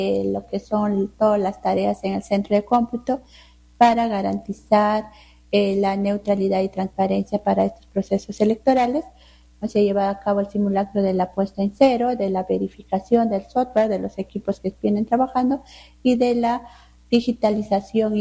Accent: Peru; a participar de ese deber cívico como peruanos que debemos ejercer.

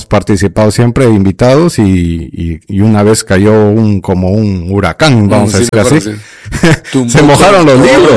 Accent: Trujillo, La Libertad, Peru; moved away as an adult; now in Tarapoto, Peru; Nosotros, pues, que somos trujillanos, sabemos eso.

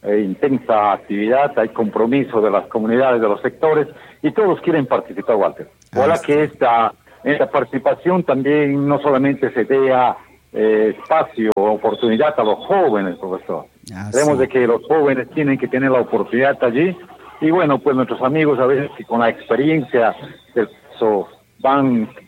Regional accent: Peru

